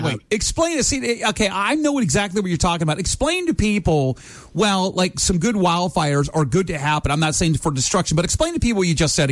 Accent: Florida, United States; I'm from Florida

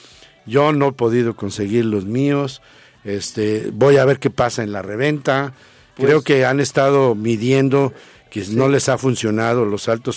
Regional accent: Tepeji del Río, Hidalgo, Mexico; born or raised there; moved away

